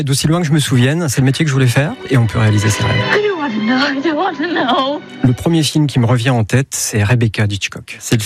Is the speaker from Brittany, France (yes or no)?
no; Calais, Hauts-de-France, France; born there; moved away as an adult; also born or lived in Toulouse / Clermont-Ferrand; now in Le Mans, France; j'ai 45 ans, je suis né dans le Pas-de-Calais, à Calais.